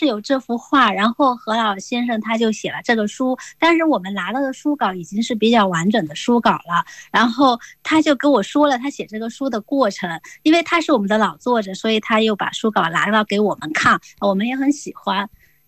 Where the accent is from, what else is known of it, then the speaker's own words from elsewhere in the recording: Hunan, China; now in Beijing, China; 我是湖南人，那我们就不会有一个院子是像四合院这样规整的，因为我们的地理形态也不太一样吧。不是平原地区